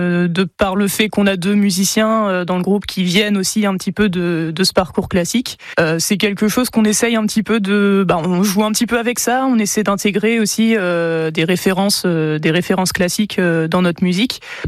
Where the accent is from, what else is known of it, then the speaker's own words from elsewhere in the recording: Normandy, France; now in Brittany, France; Non, je viens de Normandie, oui, à la base.